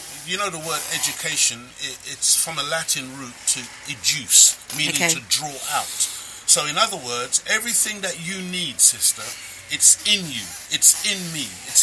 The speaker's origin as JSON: {"language": "English", "country": "Jamaica", "said": "I'm a Jamaican."}